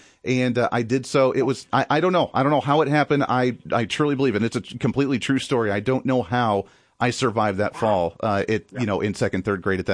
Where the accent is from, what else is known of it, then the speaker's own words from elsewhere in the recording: Ohio, United States; when I was growing up in Ohio.